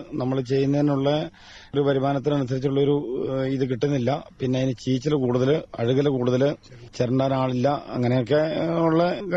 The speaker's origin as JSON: {"language": "Malayalam", "town": "Kunchithanni", "region": "Kerala", "country": "India", "tie": "born there", "said": "Kunchithanni government ഹൈസ്കൂളിലായിരുന്നു വിദ്യാഭ്യാസം."}